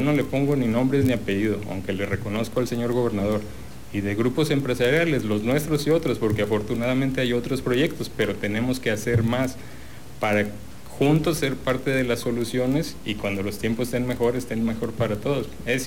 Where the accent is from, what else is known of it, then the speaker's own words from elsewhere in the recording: Tabasco, Mexico; antes que colores somos tabasqueños y lo que nos interesa, los que vivimos aquí y vamos a seguir viviendo, pues es que las cosas sean mejor para Tabasco.